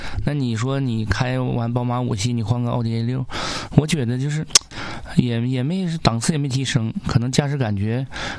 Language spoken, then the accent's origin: Chinese; Northeast China, China; accent: Northeastern; 用咱们东北话来讲